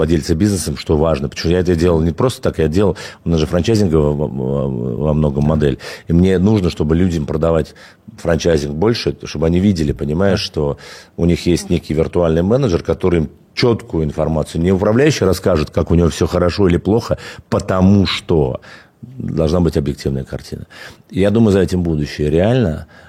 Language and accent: Russian; Khimki, Moscow Oblast, Russia; ну я родился в Химках, это Подмосковье, на Левом берегу, в частности, да, это такой подмосковный район, ну, прям сразу за кольцевой дорогой